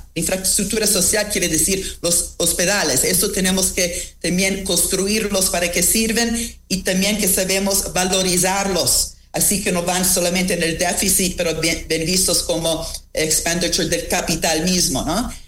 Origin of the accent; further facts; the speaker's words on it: England, United Kingdom; Spanish is a second language; También en mi país, en Inglaterra, donde yo vivo